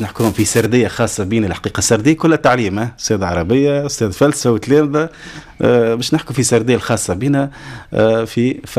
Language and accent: Arabic; Tunisia; في كل الفضاءات المرتبطه بالمجال الكبير اللي هي بلادنا تونس